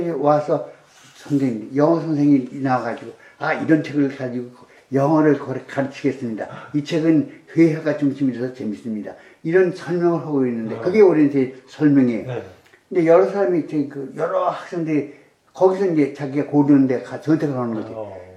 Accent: Seoul, South Korea; born there; moved away; 나 서울 태생인데

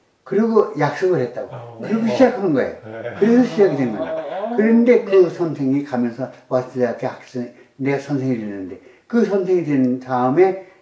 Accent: Seoul, South Korea; born there; 그냥 내가 하는, 나 서울 태생인데, 네.

